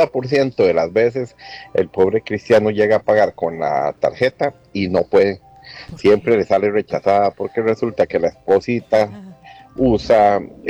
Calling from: Aserrí, San José, Costa Rica; soy de Aserrí

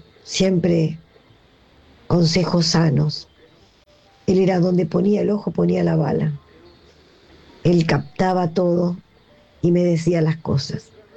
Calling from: Buenos Aires, Argentina; de Colegiales.

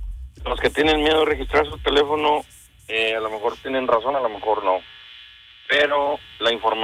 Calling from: Monterrey, Nuevo León, Mexico; Aquí andamos en la Chepevera.

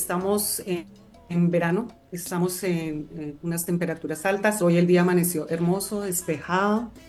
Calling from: Popayán, Cauca, Colombia; accent: southern; Sí, yo soy de aquí, de Popayán.

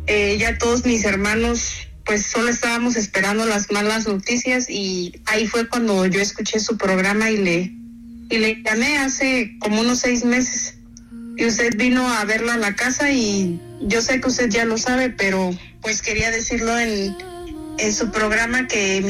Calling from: San Bartolo, Mexico; Yo le estoy llamando de aquí, de San Bartolo.

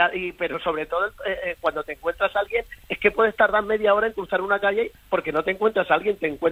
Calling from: Tobarra, Castilla-La Mancha, Spain; Al lado de Pozondo, estamos casi igual.

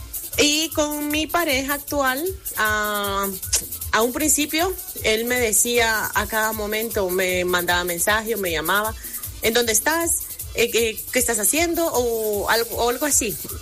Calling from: Guatemala

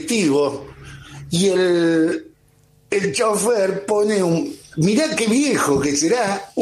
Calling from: San Fernando, Buenos Aires Province, Argentina; de San Fernando.

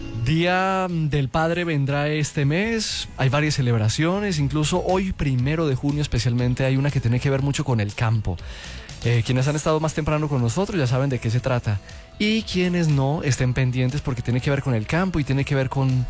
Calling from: Medellín, Antioquia, Colombia; Te saluda … desde el barrio Aranjuez, en Medellín.

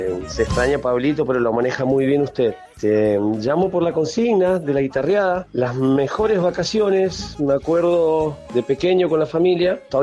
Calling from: Buenos Aires, Argentina; de Capital

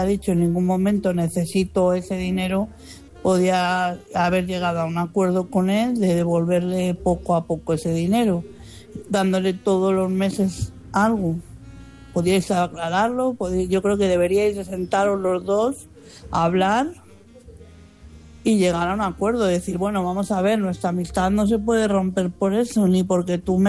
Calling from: Madrid, Community of Madrid, Spain; de Madrid.

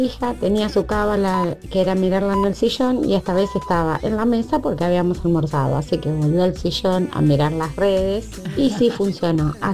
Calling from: Lomas del Mirador, Buenos Aires Province, Argentina; Hola, Radio Disney … de Lo Más Mirador.

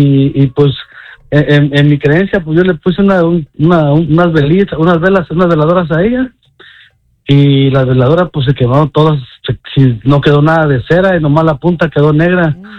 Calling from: Los Angeles, California, United States; en Los Ángeles.

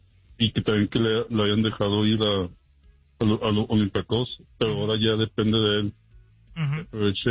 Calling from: El Paso, Texas, United States; Desde El Paso.

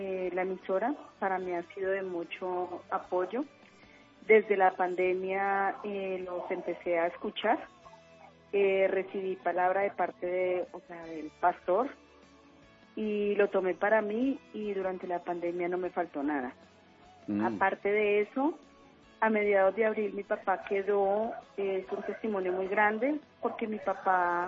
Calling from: Bogotá, Colombia; Acá en la ciudad de Bogotá.

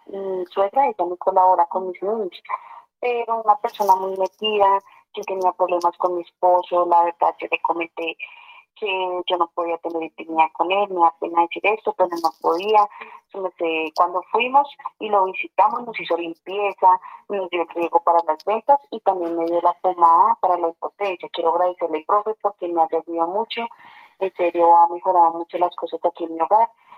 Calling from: Machetá, Cundinamarca, Colombia; Desde Macheta, Cundinamarca

